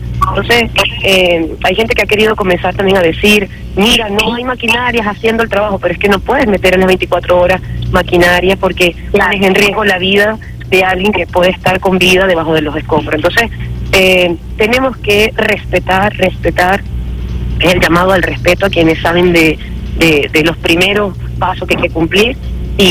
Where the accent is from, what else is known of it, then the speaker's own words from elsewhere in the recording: Venezuela; en estos momentos nosotros como venezolanos estaremos más unidos que nunca.